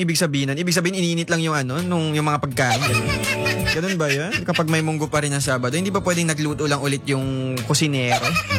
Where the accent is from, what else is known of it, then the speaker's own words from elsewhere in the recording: Reina Mercedes, Cagayan Valley, Philippines; now in Santiago, Philippines; Ang father ko po nag-originate talaga sa Tumawini, Isabela. Although born and raised from Reyna Mercedes, then may mga kamag-anak kami from Cabagan, Isabela. Ngayon po nagre-reside ako sa Santiago.